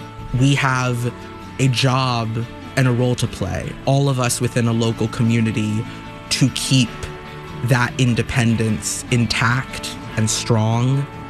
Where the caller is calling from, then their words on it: Winston-Salem, North Carolina, United States; from Winston-Salem.